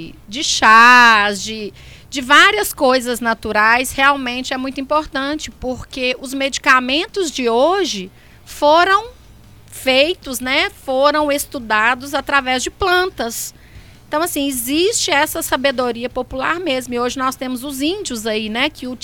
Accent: Brazil; para nós, enquanto brasileiros

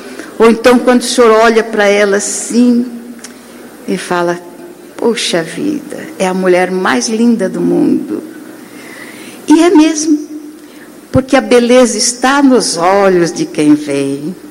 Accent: Mato Grosso, Brazil; como eu via na minha infância em Mato Grosso. Não sou carioca, não, sou mato-grossense.

